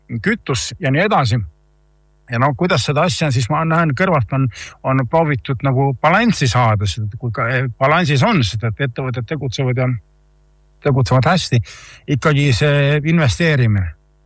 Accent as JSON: {"language": "Estonian", "region": "Võru County", "country": "Estonia", "said": "mina olen Naviküla inimene Võrumaalt. Ja Naviküla ja meie kant on väga suur selline köögivilja kasvatamise kant."}